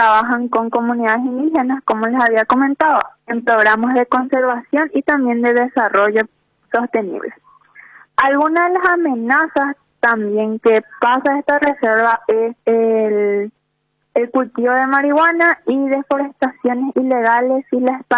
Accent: Paraguay; nosotros como paraguayos

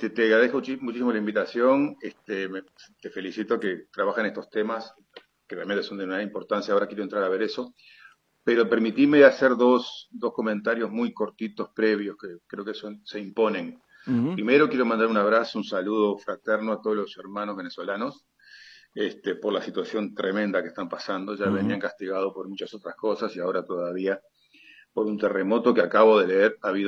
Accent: Uruguay; moved away; en el país de donde soy originario, que es la República Oriental del Uruguay

